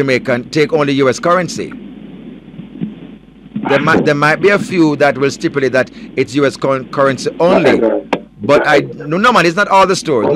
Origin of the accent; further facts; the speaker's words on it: Jamaica; as a Jamaican